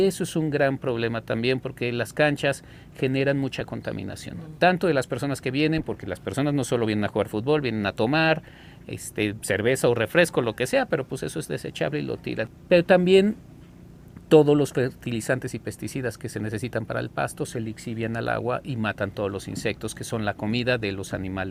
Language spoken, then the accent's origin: Spanish; Mexico; ha sido una pieza fundamental para nuestra identidad como mexicanos.